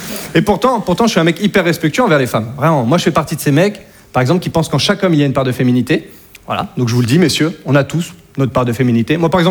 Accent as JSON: {"language": "French", "region": "Hauts-de-France", "country": "France", "moved": "as an adult", "lives_now": "Paris, France", "said": "chez moi, en Picardie"}